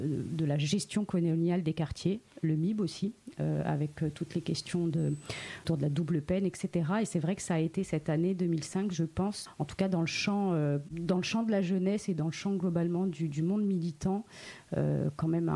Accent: Grigny, Île-de-France, France; j'ai bientôt 50 ans quoi. Moi aussi je suis née en quartier populaire. Je suis née à Grigny dans le 91 et j'ai grandi dans un quartier populaire là aussi

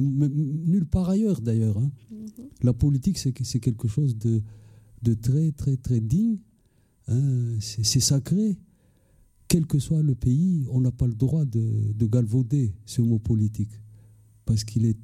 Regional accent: Toamasina, Atsinanana, Madagascar; born there; Je suis né à Tamatave

